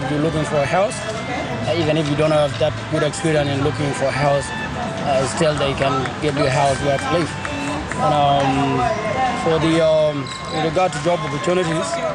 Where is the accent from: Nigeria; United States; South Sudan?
South Sudan; also born or lived in Canberra; now in Alice Springs, Australia; I'm from South Sudan. That's where I was born. Yeah, I came to Alex Springs somewhere around February this year, 2013.